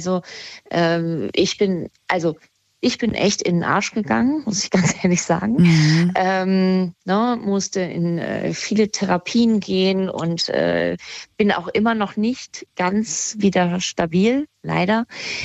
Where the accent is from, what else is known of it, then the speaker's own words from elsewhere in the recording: Kassel, Hesse, Germany; Also ich komme ja ursprünglich aus Kassel, aber bin dann ein bisschen weiter weggegangen.